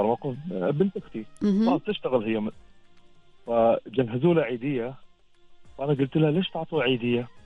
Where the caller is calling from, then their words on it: Al Amerat, Muscat Governorate, Oman; أنا تحديدا في مسقط ولاية العمرات.